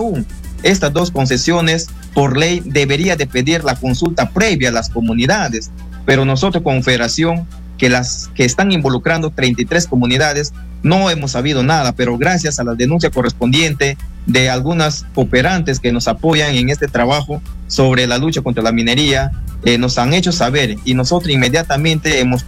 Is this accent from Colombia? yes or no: no; Loreto, Peru; nuestra comunidad o las comunidades nativas originarias que vivimos más de 100 años en esta cuenca, tenemos el derecho, tenemos el respaldo, somos peruanos.